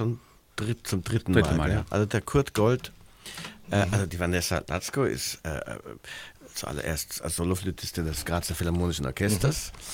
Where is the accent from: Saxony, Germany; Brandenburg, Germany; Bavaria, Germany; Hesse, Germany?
Bavaria, Germany; also ich bin groß geworden in der Gegend von München.